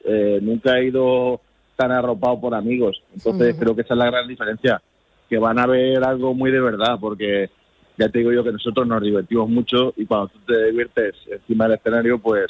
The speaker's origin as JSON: {"language": "Spanish", "region": "Castilla-La Mancha", "country": "Spain", "said": "pueblo y humor muy manchego, que yo creo que en nuestra tierra, pues, se agradece mucho escuchar nuestro acento"}